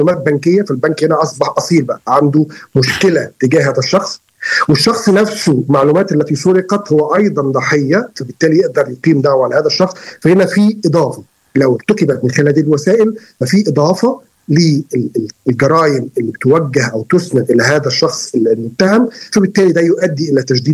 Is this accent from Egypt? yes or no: yes; Egypt; احنا بقى عندنا في مصر في قانون مخصص لهذا النوع من الجرائم